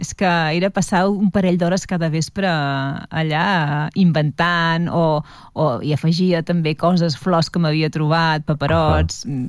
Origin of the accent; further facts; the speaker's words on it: Vilafranca del Penedès, Catalonia, Spain; also born or lived in Barcelona; Vam marxar de Barcelona per feina, suposo, per feina del meu pare. Sí, vam anar a parar a Vilafranca del Penedès